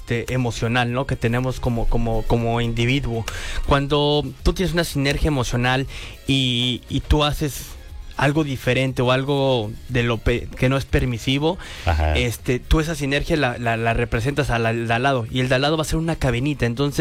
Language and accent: Spanish; Mexico; esa fantasía que tenemos como mexicanos